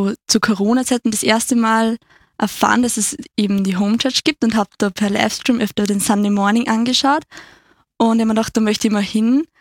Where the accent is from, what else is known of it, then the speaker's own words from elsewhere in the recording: Oberndorf, Lower Austria, Austria; bin 21, komme aus Niederösterreich, aus Oberndorf.